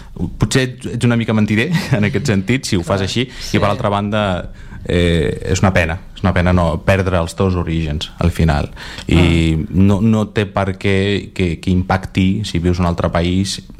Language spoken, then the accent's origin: Catalan; Azerbaijan; Catalan is a second language; now in Spain; De fet, vaig perdre 2 anys comparat amb els meus companys d'Azerbaijan. Primer vaig aprendre català el primer any i, clar, no sabia res, només anglès.